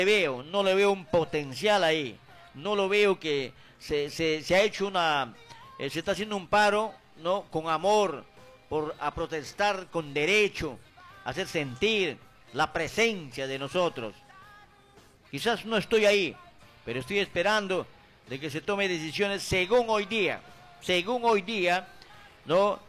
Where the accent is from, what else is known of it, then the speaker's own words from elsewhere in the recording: Aguaytía, Ucayali, Peru; Aguaitía, yo estimo mi pueblo, quiero a mi pueblo